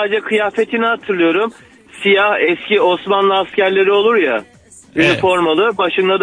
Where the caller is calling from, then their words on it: Istanbul, Turkey; İstanbul'dan arıyorum.